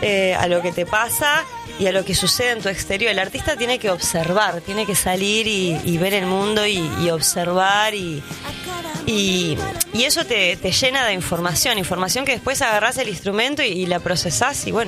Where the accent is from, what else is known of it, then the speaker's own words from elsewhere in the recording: Río de la Plata, Argentina; Somos rioplatenses totalmente.